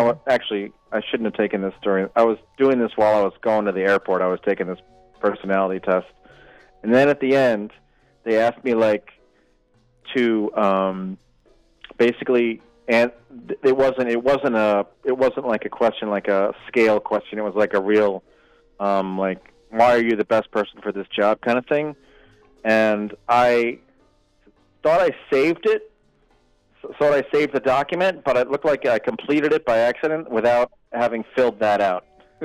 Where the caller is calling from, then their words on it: New York City, New York, United States; Well, I'm usually in Brooklyn, but today I'm in Montreal.